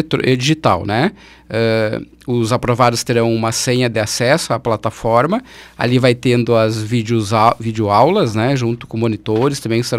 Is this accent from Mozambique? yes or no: no; Carazinho, Rio Grande do Sul, Brazil; Inclusive eu sou aqui natural de Carazinho também.